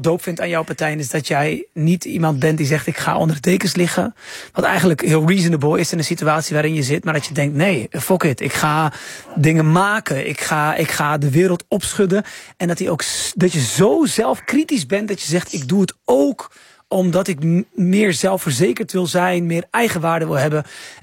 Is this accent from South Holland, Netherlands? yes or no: yes; Rotterdam, South Holland, Netherlands; Blijswijk is eigenlijk Rotterdam. Ja. Ik kom uit Rotterdam